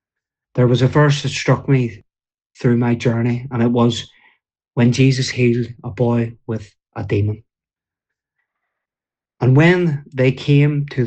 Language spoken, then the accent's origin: English; Belfast, Northern Ireland, United Kingdom; I grew up in East Belfast